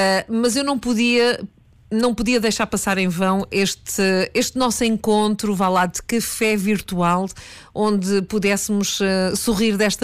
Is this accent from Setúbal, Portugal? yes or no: yes; Montijo, Setúbal, Portugal; Ali para os lados da minha terra, para o Montijo.